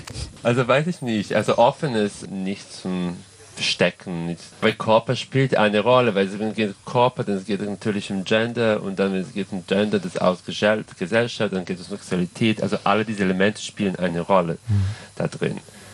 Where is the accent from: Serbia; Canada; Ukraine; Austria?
Serbia; German is a second language; Und auf der anderen Seite, ich komme ursprünglich aus Serbien, das heißt selber Kroatisch